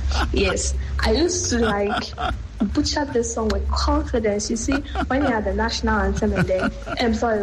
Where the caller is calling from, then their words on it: Dansima, Ghana; I'm speaking from Dansima.